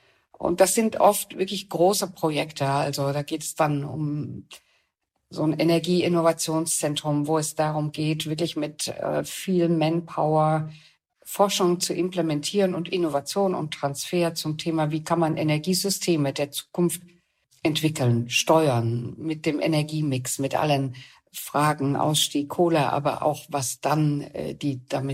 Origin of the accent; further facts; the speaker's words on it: East Germany, Germany; moved away; also born or lived in Bielefeld; Ich selbst habe mich lange Zeit überhaupt gar nicht als eine Ossi-Karrierefrau angesehen. Ich war lange Zeit in Bielefeld